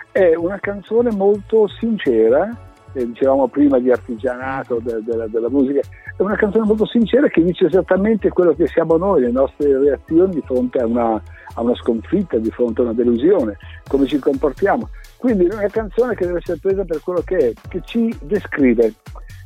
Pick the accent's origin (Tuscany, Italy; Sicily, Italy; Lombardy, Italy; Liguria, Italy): Lombardy, Italy; born there; nella chiesa del paese dove sono nato, vicino a Como